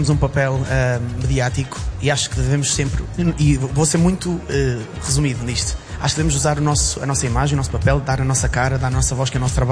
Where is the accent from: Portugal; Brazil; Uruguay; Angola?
Portugal; Norte; eu sou do Norte.